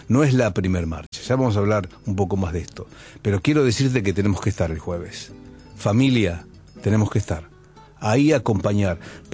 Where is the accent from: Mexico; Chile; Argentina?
Argentina; porque somos argentinas y argentinos.